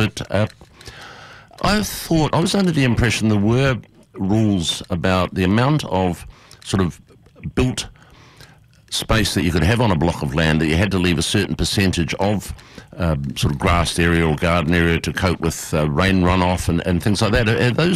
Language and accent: English; New Zealand; I grew up in New Zealand